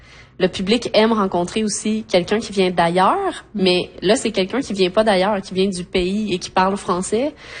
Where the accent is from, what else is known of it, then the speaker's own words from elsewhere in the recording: Canada; c'est un peu pareil quand on est en Europe, puis qu'on vient du Canada, puis qu'on va jouer en Europe, sont contents de nous voir aussi